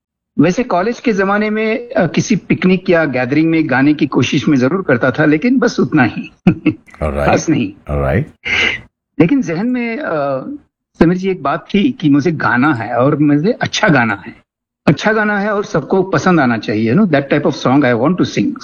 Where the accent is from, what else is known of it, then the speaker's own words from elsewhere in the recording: Bengaluru, Karnataka, India; आयु 72 वर्ष यानी 72 years young I am. Bangalore का रहने वाला हूँ।